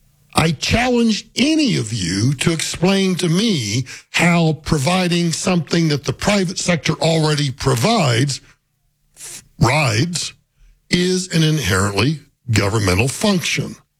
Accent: Oklahoma, United States; now in Colorado, United States; where I grew up in Oklahoma.

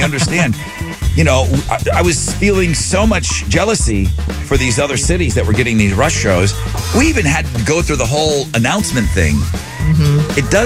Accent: Houston, Texas, United States; Listening to y'all via the iHeart Radio app. I'm from Houston. I'm with my softball team.

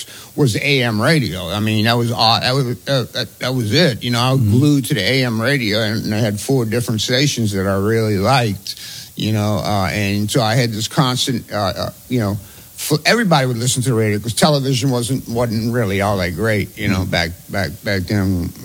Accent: New Orleans, Louisiana, United States; Mid-city. Yeah, around Carlton and Banks, right in the middle of the city.

